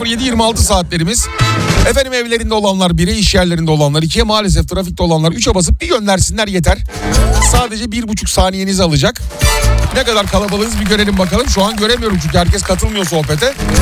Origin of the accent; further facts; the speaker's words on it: İzmir, Turkey; moved away; also born or lived in Istanbul; ben İzmirliyim, hani İzmir'de Mersin'i aratmaz sıcak anlamında, gerçekten Mersin'le birebirdir İzmir'in havası.